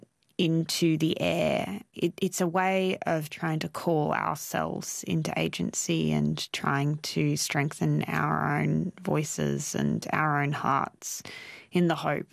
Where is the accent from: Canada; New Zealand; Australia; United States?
Australia; Sydney, New South Wales; this huge wealth of elders who had guided and led particularly the community that I grew up in Western Sydney.